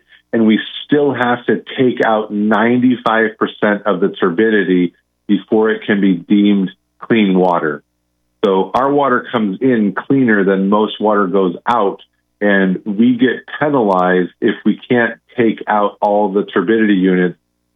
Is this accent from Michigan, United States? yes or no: no; California, United States; I say I'm from Southern California